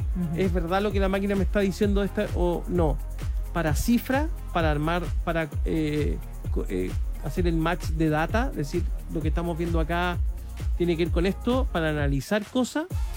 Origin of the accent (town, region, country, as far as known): Chile